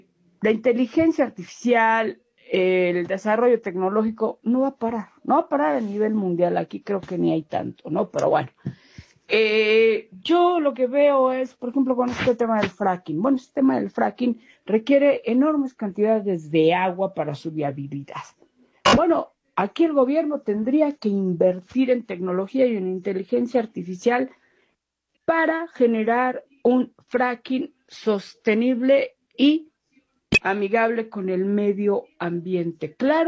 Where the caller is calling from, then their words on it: Mexico City, Mexico; de Ciudad de México.